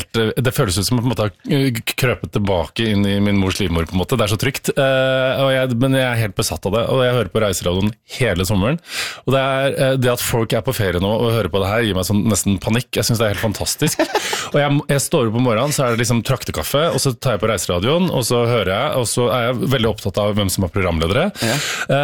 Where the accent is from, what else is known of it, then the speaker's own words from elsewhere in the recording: Trøndelag, Norway; accent: Trøndersk; moved away; For jeg er egentlig trønder.